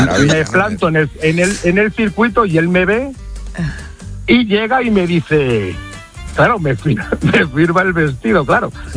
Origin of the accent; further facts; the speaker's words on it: Cuenca, Castilla-La Mancha, Spain; pues yo soy de Cuenca, le regalé queso manchego